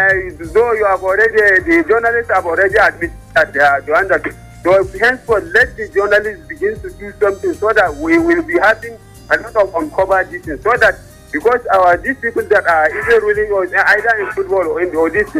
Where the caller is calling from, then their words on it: Nigeria; I'm calling you from Lasisi.